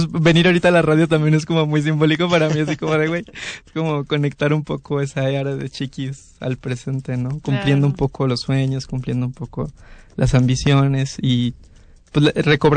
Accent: Rinconada, Veracruz, Mexico; moved away; ese territorio de la infancia, que es Rinconada. Mi familia se dedica y se ha dedicado pues, la mayor parte de su historia a las refaccionarias, a cosas que tienen que ver con autos.

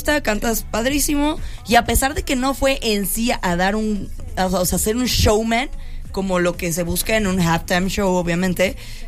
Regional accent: Mexico; nos odia como mexicanos

